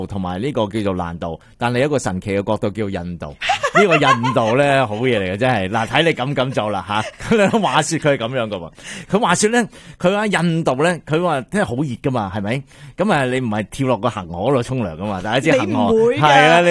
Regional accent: Canada; 咁其实我哋加拿大人都可以效法呢样嘢

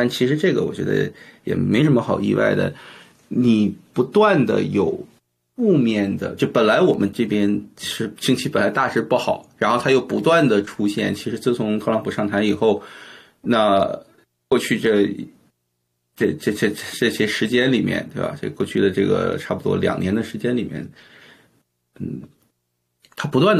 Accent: Canada; 所以我作为加拿大人，

